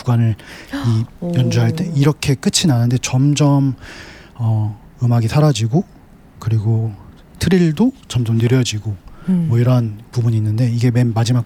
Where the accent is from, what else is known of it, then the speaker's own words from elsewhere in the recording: South Korea; moved away; 아시아인으로서 한국인으로서 유럽의 무대에서